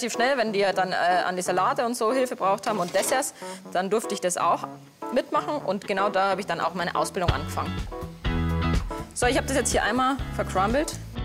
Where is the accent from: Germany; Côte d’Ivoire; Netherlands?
Germany; Landshut, Bavaria; born or raised there